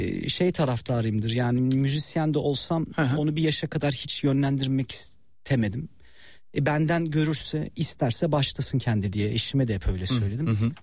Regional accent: Şarkışla, Sivas, Turkey; Tabii biz Şarkışlılıyız. Dedemler, anne tarafım hep Ozan.

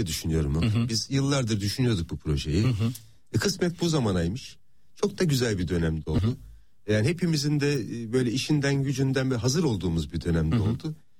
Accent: Ankara, Turkey; Tabii canım, Ankara bizim kökenimiz.

